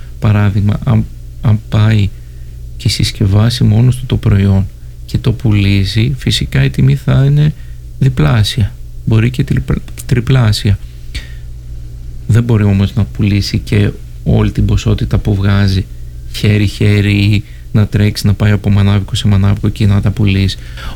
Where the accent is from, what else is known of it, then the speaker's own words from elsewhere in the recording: Greece; σαν Έλληνες